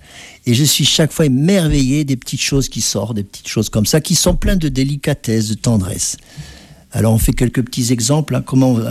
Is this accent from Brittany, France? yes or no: no; Auvergne-Rhône-Alpes, France; la potée de machin, parce qu'on est originaire de l'Auvergne, alors ça c'est sacré dans notre famille, et puis ça se passe de mère en fille, les recettes et tout ça